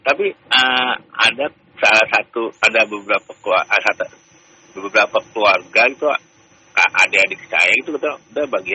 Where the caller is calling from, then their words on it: Bekasi, West Java, Indonesia; Dari hamba Allah di Bekasi.